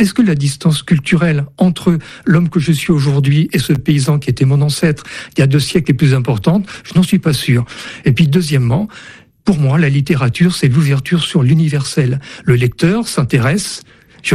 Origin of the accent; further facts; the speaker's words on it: France; J'ai 67 ans, je suis français de culture